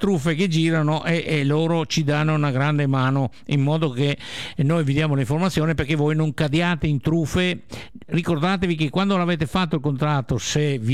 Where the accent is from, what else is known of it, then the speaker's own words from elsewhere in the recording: Friuli-Venezia Giulia, Italy; moved away; io sono un ragazzo carnico che viene dal Friuli